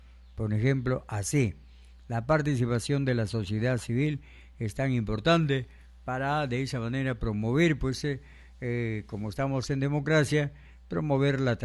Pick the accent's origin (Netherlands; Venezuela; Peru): Peru; La bandera rojo y blanco debe flamear en señal de que somos libres e independientes y somos peruanos, y esa es nuestra propia identidad nacional.